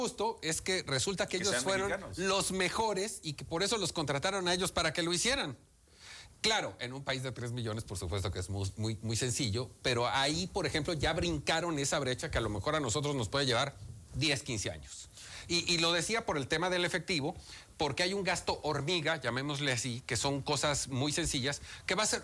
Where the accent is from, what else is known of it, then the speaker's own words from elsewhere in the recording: Mexico; Bueno, déjame darte un dato porque además nos involucra como mexicanos.